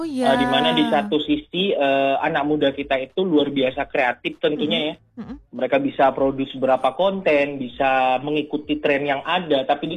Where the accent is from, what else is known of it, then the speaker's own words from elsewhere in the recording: Pekanbaru, Kampar, Riau, Indonesia; now in Jakarta, Indonesia; Oke, saya sebenarnya aslinya dari Pekanbaru ya, Kampar sebenarnya. Tapi domisili di Jakarta